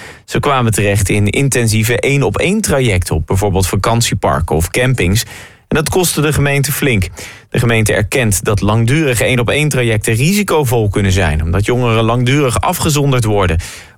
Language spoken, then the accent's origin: Dutch; Werkhoven, Utrecht, Netherlands; Ik kom uit Werkhoven. Ach, ja. Zat toen ik jong was volgens mij een kaasmaker in de molen.